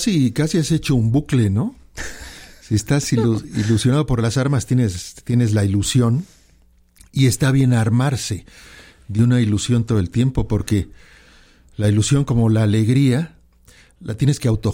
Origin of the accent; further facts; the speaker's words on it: Mexico; moved away as an adult; yo hace 20 y tantos años que no vivo en México y voy regresando